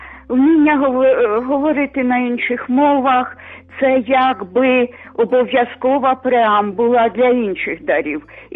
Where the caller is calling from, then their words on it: Kyiv, Ukraine; я з Києва телефоную.